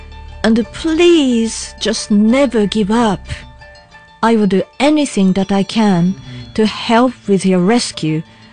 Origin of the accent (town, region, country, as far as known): Sado, Niigata, Japan; born or raised there; moved away; also born or lived in North Korea